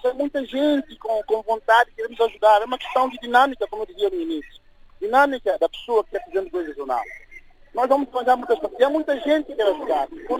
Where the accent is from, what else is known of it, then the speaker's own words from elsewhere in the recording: Príncipe, São Tomé & Príncipe; nós vivemos no Príncipe, nós somos do Príncipe